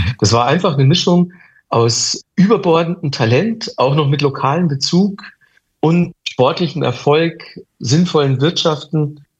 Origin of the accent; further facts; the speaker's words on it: Manching, Bavaria, Germany; Und mein Onkel Hans ist ja Friseur in Manching, wo ich aufgewachsen bin.